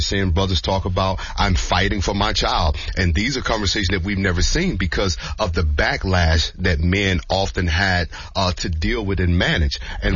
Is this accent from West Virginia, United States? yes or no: no; Mississippi, United States; JJ, you know we're from, you know we're from Mississippi, JJ.